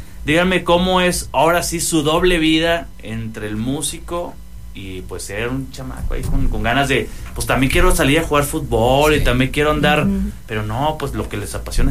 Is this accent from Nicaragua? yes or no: no; northern Mexico, Mexico; Somos norteños y celebramos cualquier cosa.